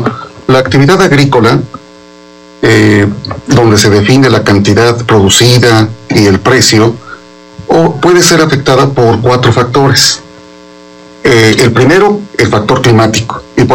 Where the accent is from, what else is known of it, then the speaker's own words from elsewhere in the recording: Mexico; Es la base de nuestra dieta como mexicanos.